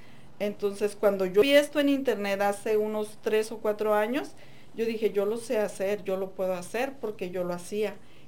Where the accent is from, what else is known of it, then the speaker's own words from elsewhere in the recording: Ciénega Prieta, Chihuahua, Mexico; En la sierra de Chihuahua se llama Ciénega Prieta, el pueblo de donde yo soy.